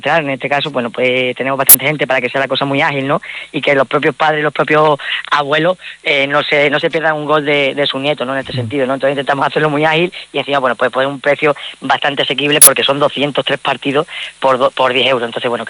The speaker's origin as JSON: {"language": "Spanish", "town": "Talarrubia", "region": "Extremadura", "country": "Spain", "tie": "born or raised there", "said": "en este caso de mi pueblo, ¿no?, que es muy pequeñito, y creo que es una de las mejores maneras de que se conozca Talarrubia."}